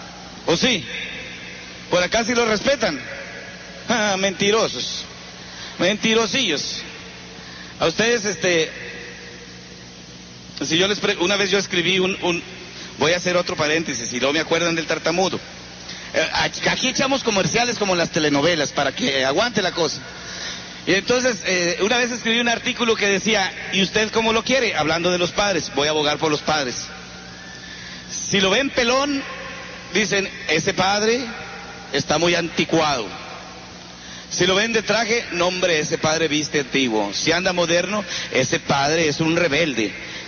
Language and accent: Spanish; Tambaca, San Luis Potosí, Mexico; Ayer en mi comunidad, en mi pueblo, Tambaca, San Luis Potosí, tengo misa